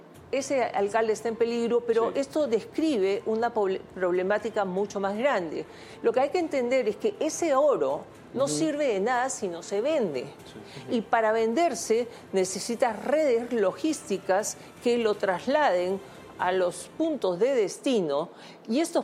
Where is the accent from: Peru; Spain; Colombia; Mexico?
Peru